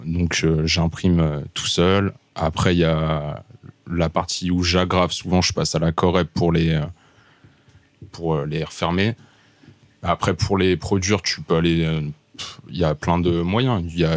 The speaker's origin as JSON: {"language": "French", "town": "Lyon", "region": "Auvergne-Rhône-Alpes", "country": "France", "said": "Alors, je suis lyonnais, créatif de 33 ans."}